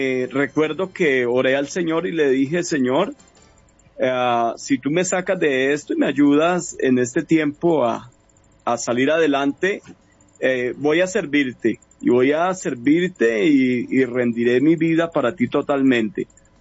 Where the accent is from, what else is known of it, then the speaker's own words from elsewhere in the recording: San Juan de Río Seco, Cundinamarca, Colombia; yo soy de acá, de San Juan de Río Seco, yo soy de esta región. Yo conocí el Evangelio en esta iglesia donde estoy ahora